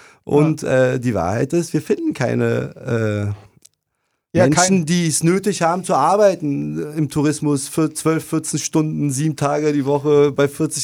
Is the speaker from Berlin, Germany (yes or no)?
yes; Berlin, Germany; Ich bin in Berlin groß geworden. Ich liebe Cola, wollte immer irgendwo einen Cola trinken, aber ging nicht.